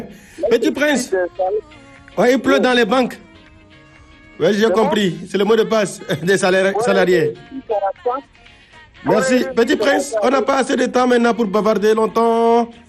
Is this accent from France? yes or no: no; Chad; ma patrie, le Tchad